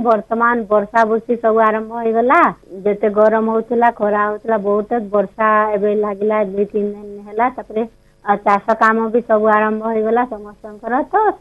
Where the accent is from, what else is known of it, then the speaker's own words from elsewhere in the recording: Katapali, Odisha, India; ନାଇଁ ନାଇଁ ଆଜ୍ଞା, ସହରରେ ନାଇଁ, ବରଗଡ଼ ସହର ଠାରୁ ଆଉ ଗୋଟେ ଗାଁ କଟାପାଲି ଆମ ଗାଁ, ଆମ ଗାଁରୁ ବରଗଡ଼ 8 କିଲୋମିଟର ଆଜ୍ଞା।